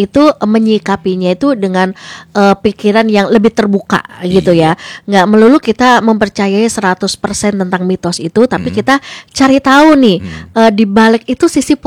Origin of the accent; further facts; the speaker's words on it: Surabaya, East Java, Indonesia; aku juga dari kota Surabaya ya